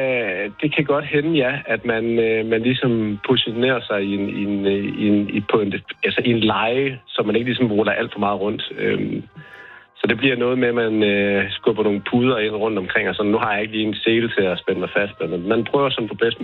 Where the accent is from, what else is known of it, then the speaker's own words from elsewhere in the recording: Fredericia, Region of Southern Denmark, Denmark; Jeg kommer fra Fredericia-området af.